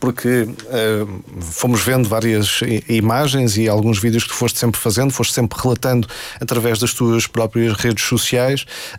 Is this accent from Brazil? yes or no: no; Portugal; nós somos portugueses